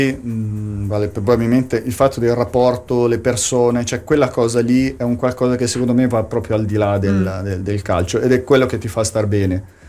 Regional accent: Brazil; noi veniamo dal Brasile, di un paese che secondo me al di là di adesso, no?

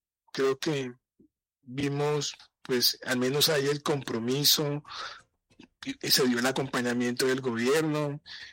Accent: Buenaventura, Valle del Cauca, Colombia; Yo soy de Buenaventura, para que lo sepan, y me llegó una información de que habían pacientes con fracturas expuestas afuera del hospital Luisa Blanca de La Plata. Armamos un equipo de cirujanos también de Buenaventura

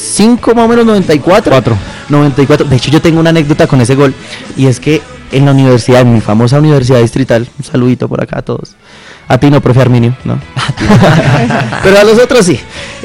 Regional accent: Bogotá, Colombia; Primero, ¿cómo saben que soy Rolo?

